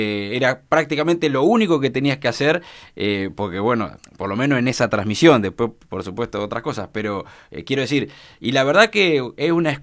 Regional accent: Colonia Barón, La Pampa, Argentina; Yo soy nativo de un pueblo que se llama Colonia Barón

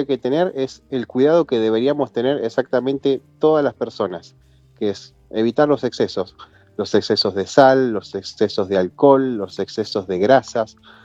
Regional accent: Bariloche, Río Negro, Argentina; nosotros somos de Bariloche, Río Negro

